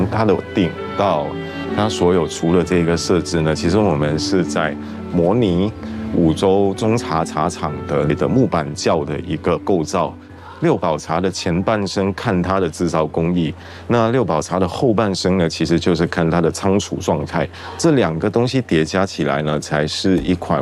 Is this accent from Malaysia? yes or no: yes; Malaysia